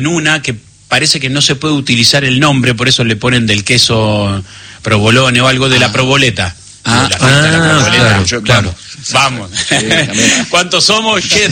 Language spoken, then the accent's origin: Spanish; Las Toscas, Santa Fe, Argentina; fui un día a mi pueblo Las Toscas a tomar unos mates a la casa de unos amigos